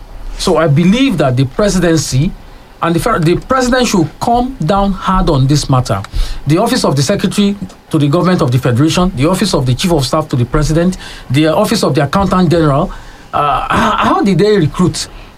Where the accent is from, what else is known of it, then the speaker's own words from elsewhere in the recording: Nigeria; I feel insulted as a Nigerian. Well, maybe no, not as a Nigerian, as an enlightened Nigerian